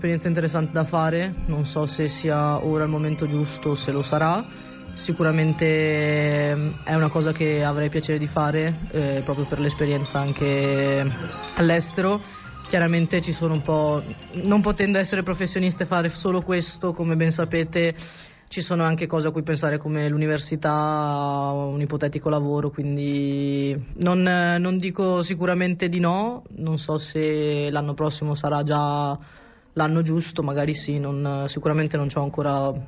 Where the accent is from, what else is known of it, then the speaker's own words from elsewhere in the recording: Cittadella, Veneto, Italy; nel paese in cui vivo, perché vengo da Cittadella.